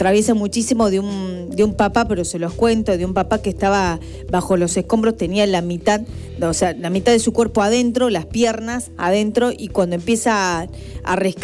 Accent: Córdoba, Argentina

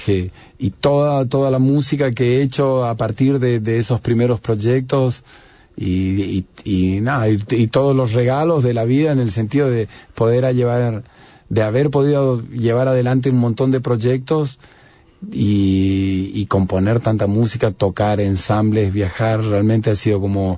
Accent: Apóstoles, Misiones, Argentina; yo nací en Apóstoles Misiones y gran parte del año hace calor

